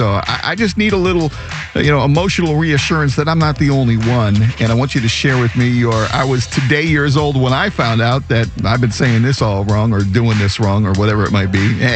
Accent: New England, United States; I grew up in New England, so I have kind of a weird accent, you know, as I became a professional speaker. I kind of lost some of it

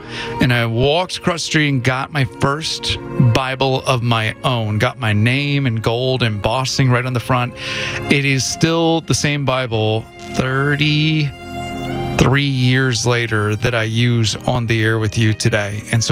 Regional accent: Washington, United States; moved away; went back to my hometown, an hour outside of Seattle

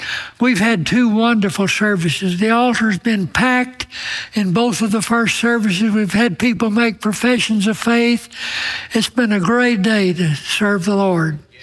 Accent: Alabama, United States; I'm from Alabama.

